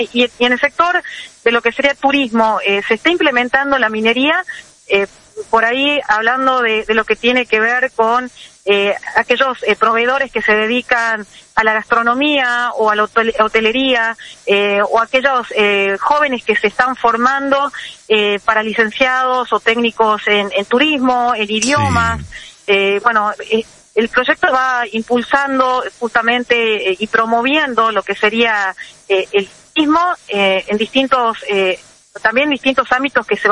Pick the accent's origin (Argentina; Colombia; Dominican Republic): Argentina; Estamos, sí, obviamente, como argentinos